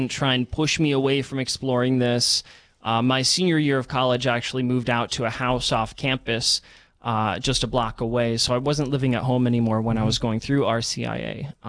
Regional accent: Fargo, North Dakota, United States; I grew up Protestant here in Fargo, North Dakota.

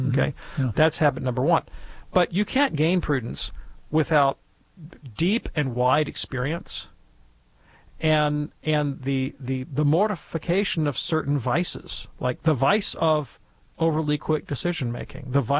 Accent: Alabama, United States

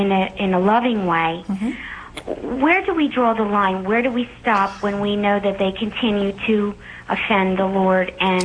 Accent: Pennsylvania, United States; I'm from Pennsylvania.

